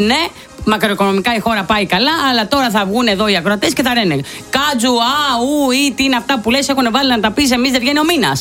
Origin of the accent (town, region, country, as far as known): Greece